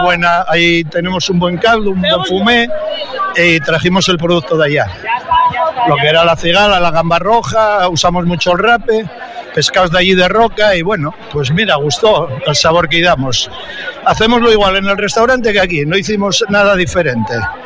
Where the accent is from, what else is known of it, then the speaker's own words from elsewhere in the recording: Spain; Sí, siempre me gustó, soy muy español.